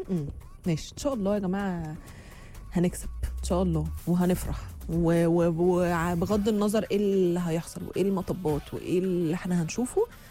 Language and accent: Arabic; Palestine; انا من فلسطين كل يوم بسمعكم الصبح في الشغل